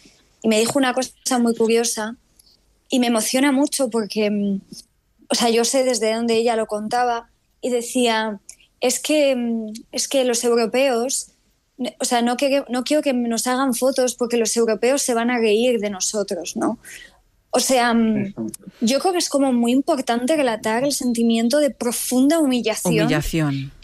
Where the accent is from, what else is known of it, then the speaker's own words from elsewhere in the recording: Morocco; Spanish is a second language; now in Spain; Los que vivimos en España y somos marroquíes, seguimos atravesando calamidades en materia de extranjería para poder tener las cosas más básicas a muchos niveles.